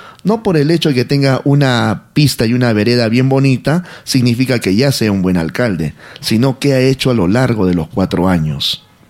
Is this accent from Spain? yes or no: no; Peru; acá es el Perú